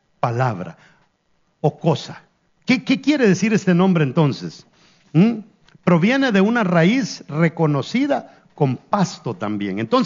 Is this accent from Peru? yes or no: no; El Salvador; now in United States